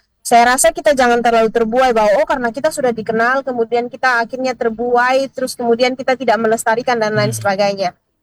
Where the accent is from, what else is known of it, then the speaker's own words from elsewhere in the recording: Waikabubak, East Nusa Tenggara, Indonesia; walaupun saya besarnya di Loli atau di kota Waikabubak, tapi saya tidak menguasai bahasa Loli